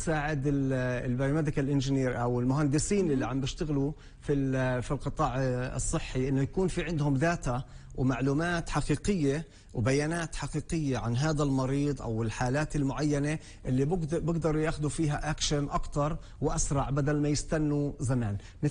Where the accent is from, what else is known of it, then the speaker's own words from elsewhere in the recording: Jerusalem, Palestine; أنا كشاب مقدسي أو الخريجين الجدد بدي أعمل بحث إيش السوق عم بحتاج